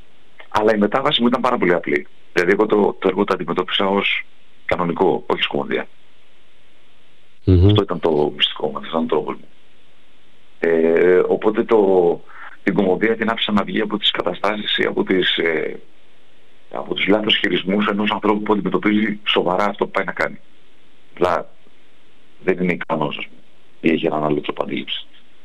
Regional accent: Greece; εμείς σαν Έλληνες

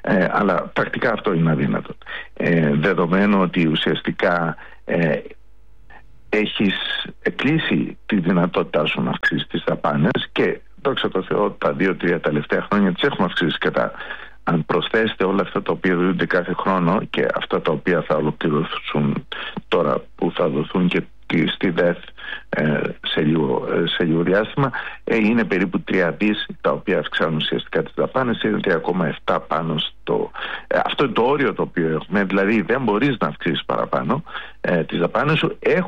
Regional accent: Greece; Δεν έχουμε συνηθίσει ως Έλληνες

